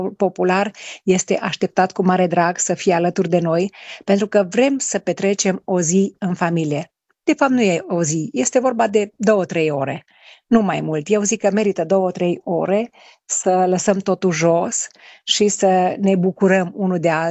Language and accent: Romanian; Romania; să fim mândri noi românii